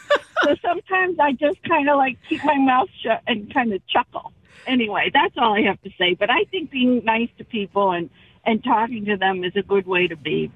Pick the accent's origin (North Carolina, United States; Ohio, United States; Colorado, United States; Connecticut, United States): Connecticut, United States; also born or lived in Virginia; now in Boston, United States; Well, I have to tell you, I grew up in Connecticut, so I'm a New Englander, but lived in Virginia for a long time.